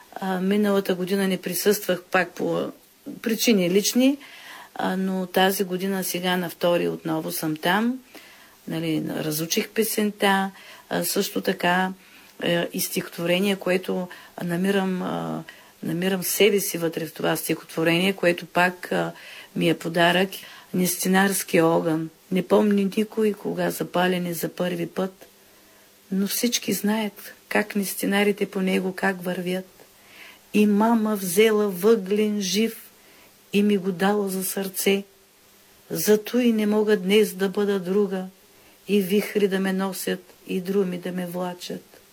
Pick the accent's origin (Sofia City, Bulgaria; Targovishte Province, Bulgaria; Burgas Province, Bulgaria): Burgas Province, Bulgaria; Gramatikovo; moved away; Тук всяка година също съм и гост на село Граматиково, родното ми място.